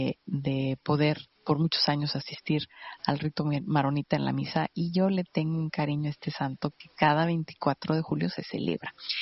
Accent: Chihuahua, Mexico; en mi ciudad natal, en Chihuahua.

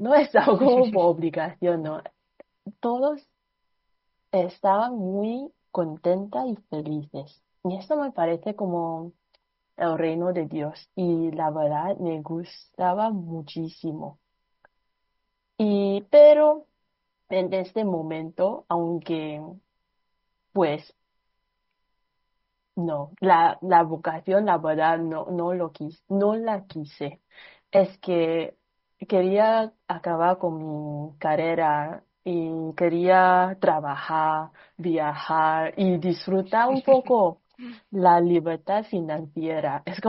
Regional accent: Singapore; moved away as an adult; also born or lived in Taiwan; now in Spain; soy de Singapur, pero suele pasar que me confunden. Es que viví como 4 años en Taiwán.

